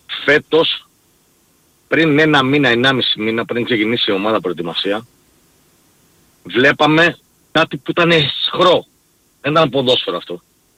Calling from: Athens, Attica, Greece; που είμαστε από την Αθήνα και δεν είμαστε συμπαχιώτες

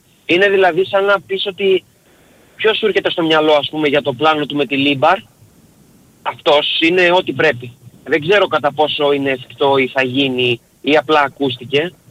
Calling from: Greece; για την νοοτροπία που έχουμε σαν Έλληνες.

